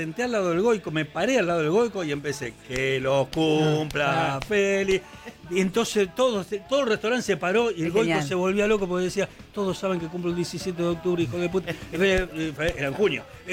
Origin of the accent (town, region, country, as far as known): Argentina